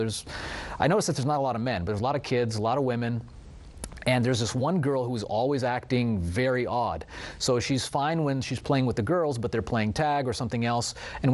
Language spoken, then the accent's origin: English; Atlanta, Georgia, United States; I'm from Atlanta